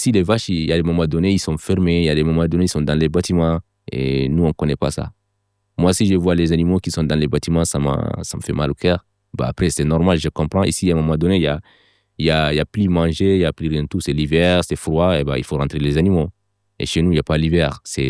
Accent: Kaédi, Gorgol, Mauritania; moved away as an adult; Je viens de Mauritanie. Je suis né en 1995 à Kaïdi. C'est une ville de Mauritanie. Mon âge, c'est 30 ans.

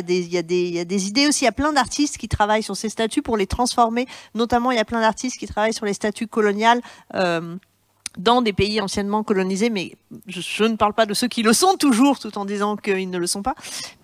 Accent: France; Moi, ok, je suis française, mais enfin, je suis femme aussi, je suis prof.

